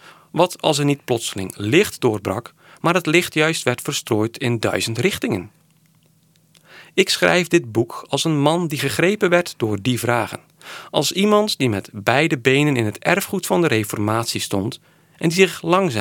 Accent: Sint-Annaland, Zeeland, Netherlands; also born or lived in Rotterdam; now in Goeree-Overflakkee, Netherlands

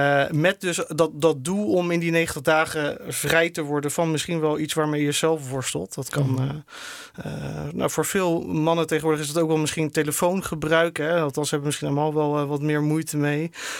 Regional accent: The Hague, South Holland, Netherlands; moved away as an adult; now in Hoeven, Netherlands; ik woon samen met mijn vrouw Anouk en onze twee kinderen sinds kort eigenlijk in Hoeve. Ik kom oorspronkelijk uit Den Haag, dus ik ben nog aan het landen in het mooie Brabant.

